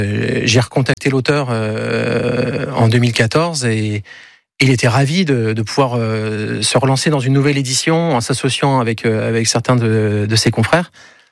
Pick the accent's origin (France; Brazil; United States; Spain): France; Grand Est; moved away; En plus les Vosges, c'est là où j'ai grandi. Hein. J'ai passé mes 20 premières années.